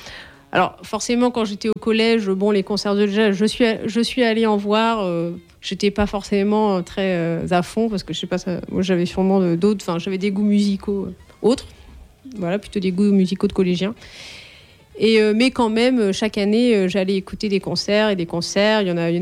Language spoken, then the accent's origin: French; Coutances, Normandy, France; je suis née à Coutances, la ville où il y a quand même Jazz sous les pommiers